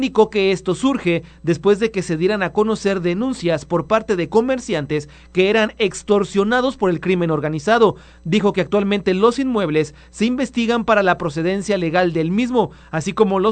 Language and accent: Spanish; Mexico; nosotros como mexicanos votamos por quienes imparten justicia